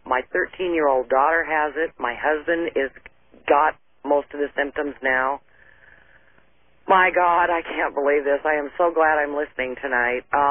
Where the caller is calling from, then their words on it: Spokane, Washington, United States; I'm from Spokane, Washington.